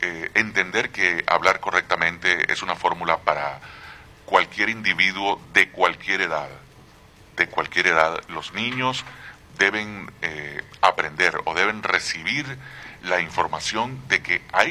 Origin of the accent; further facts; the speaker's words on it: Puerto Ordaz, Bolívar, Venezuela; Nosotros vivimos en Puerto Ordaz, nos criamos allí en Puerto Ordaz